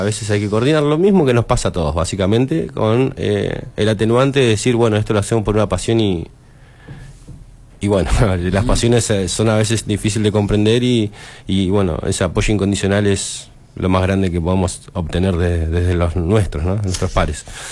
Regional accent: Neuquén, Argentina; born there; Yo vengo de afuera, pero soy de la provincia, ¿no? Soy nacido en Neuquén. Pero estamos acá nomás.

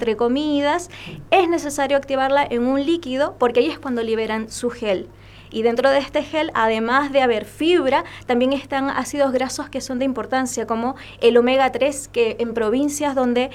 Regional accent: Chile

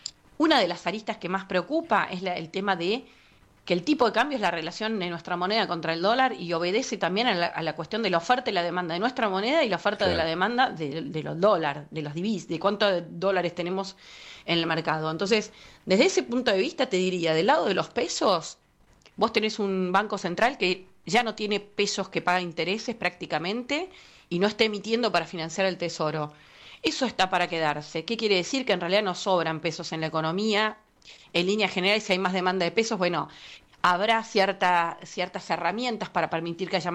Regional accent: Argentina

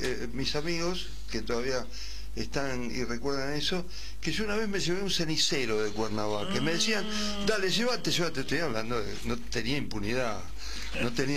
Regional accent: Lanús, Buenos Aires Province, Argentina; Yo no soy de quilmeño, yo soy de Lanús.

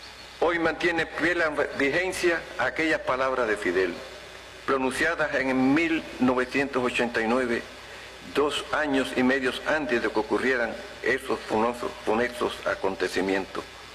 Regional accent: Artemisa, Cuba; en mi tierra natal

